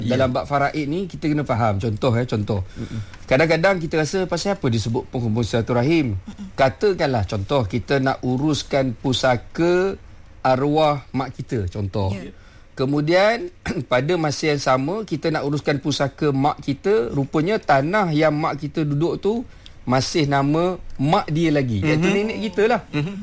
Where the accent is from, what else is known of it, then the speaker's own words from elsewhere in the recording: Selayang, Selangor, Malaysia; Bila saya balik Selangor balik, contoh balik Selayang ke apa